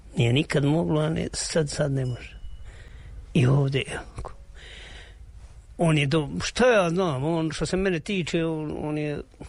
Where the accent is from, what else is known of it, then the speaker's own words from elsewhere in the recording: Konjic, Federation of Bosnia and Herzegovina, Bosnia & Herzegovina; now in Višegrad, Bosnia and Herzegovina; 20.000 je nas izbjeglica došlo u Višegrad, 95. 20.000. U tih 20.000 sad nema 5.000 stanovnika. Ja sam došao iz Konjica, iz Hercegovine.